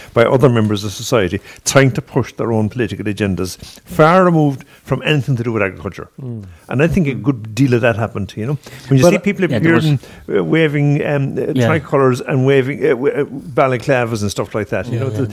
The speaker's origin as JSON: {"language": "English", "town": "Portumna", "region": "County Galway", "country": "Ireland", "tie": "born or raised there", "said": "My hometown, yeah."}